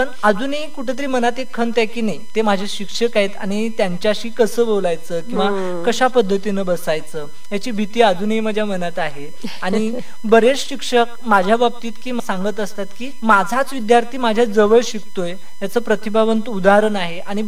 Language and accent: Marathi; Karnataka, India; accent: village dialect; moved away; बेळगाव पासून माझं गाव जवळजवळ 15-1 किलोमीटरच्या अंतरावरती आहे